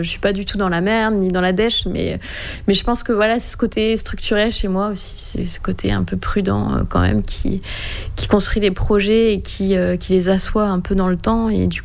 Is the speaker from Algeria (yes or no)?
no; France